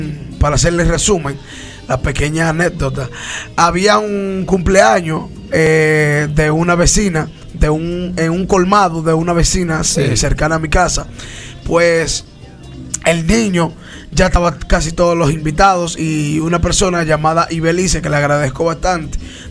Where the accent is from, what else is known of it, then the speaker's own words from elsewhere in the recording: Guayabal, Dominican Republic; siempre estoy cerca de las personas, de los comunitarios de mi pueblo y del distrito a quien pertenezco, que es el distrito de Guayabal.